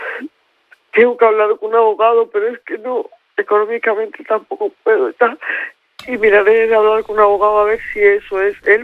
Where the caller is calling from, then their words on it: Barcelona, Catalonia, Spain; Sí, vivo en Barcelona.